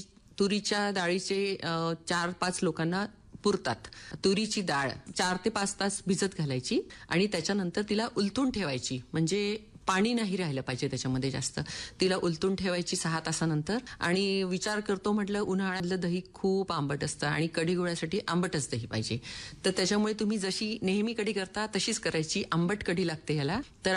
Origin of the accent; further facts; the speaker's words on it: Yavatmal, Maharashtra, India; moved away as an adult; now in Chandrapur, India; माझं माहेर यवतमाळचं, यवतमाळचं माहेर सासर चंद्रपूर